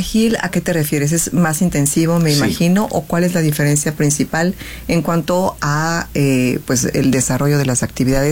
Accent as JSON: {"language": "Spanish", "region": "Querétaro", "country": "Mexico", "said": "los que somos queretanos, queretanísimos"}